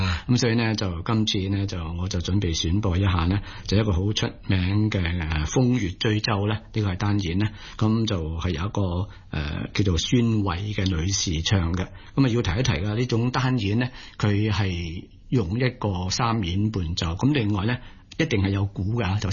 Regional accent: Guangdong, China; 我哋廣東人

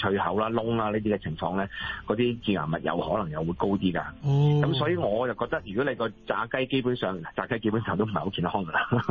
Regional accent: China; 因为气炸锅咧，嗱，始终我哋中国人啦，我哋自己平时煮嘅嘢咧，即系蒸焖煮灼啊

